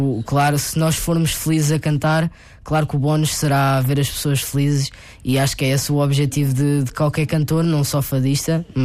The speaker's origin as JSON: {"language": "Portuguese", "town": "Chamusca", "region": "Santarém", "country": "Portugal", "said": "É um fado da minha terra, da Chamusca"}